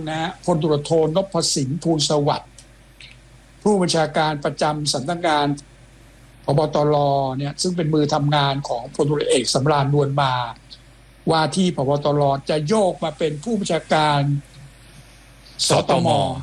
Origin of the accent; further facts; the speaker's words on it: Surin, Thailand; accent: Surin; ่าผมเป็นเขมรผมก็บอกผมเป็นคนไทยเลยแต่พูดสำเนียง